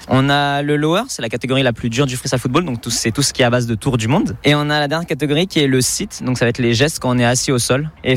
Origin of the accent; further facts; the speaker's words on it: Brétigny-sur-Orge, Île-de-France, France; Je viens tout droit de l'Essonne, plus particulièrement à Brétigny.